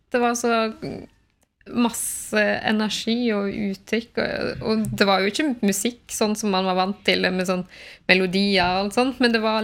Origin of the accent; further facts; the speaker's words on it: Breim, Vestland, Norway; moved away as an adult; now in Oslo, Norway; Jeg kommer fra Nordfjord, fra Breim I Sogn og Fjordane, og ja, spiller saks, har vokst opp der og har kommet til Oslo